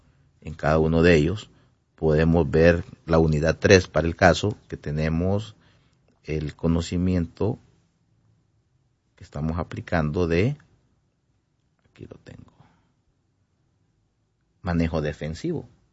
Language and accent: Spanish; Honduras; en primer lugar, como hondureños, con su familia y con todas las personas que circulan